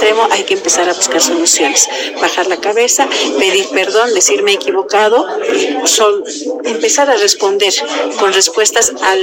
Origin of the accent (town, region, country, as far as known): Bolivia